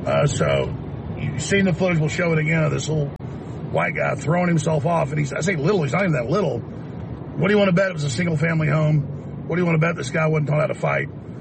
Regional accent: Dallas, Texas, United States; You know, I grew up in Dallas, and I mean, it may be the man I am that I was racially attacked.

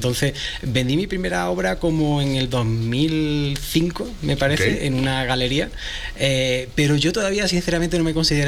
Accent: Málaga, Andalusia, Spain; sobre la identidad de mi de donde vengo, es decir, de Málaga, España, hacia México

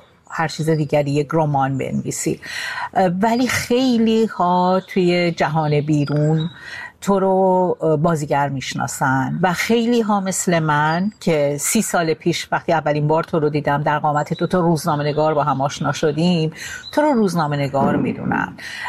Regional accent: Iran; now in Germany; من 19 سال پیش از ایران اومدم بیرون.

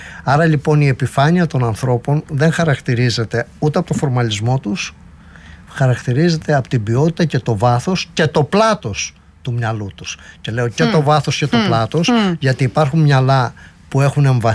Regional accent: Peloponnese, Greece; Ναι, και εγώ από εκεί είμαι.

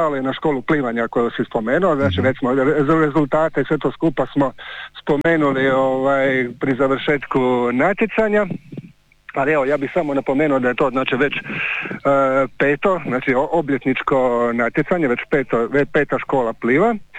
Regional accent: Lošinj, Primorje-Gorski Kotar County, Croatia; kod nas na Lošinju

